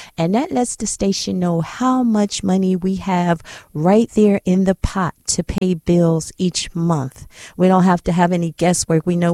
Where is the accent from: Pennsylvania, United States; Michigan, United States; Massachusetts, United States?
Pennsylvania, United States; Philadelphia; That's a Philly soul song. That's my hometown.